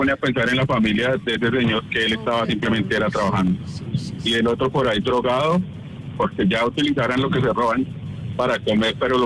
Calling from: Bogotá, Colombia; De Bogotá.

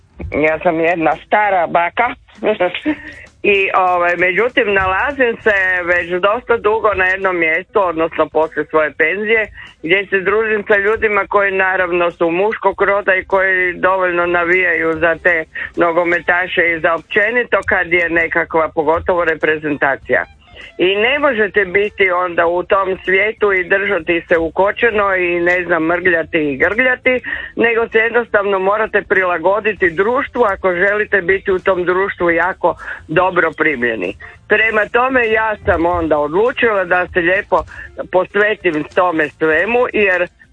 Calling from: Croatia

